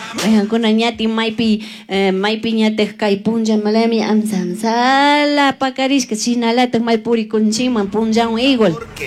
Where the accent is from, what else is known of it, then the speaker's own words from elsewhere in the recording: Quito, Pichincha, Ecuador; allá somos quiteños y quiteñas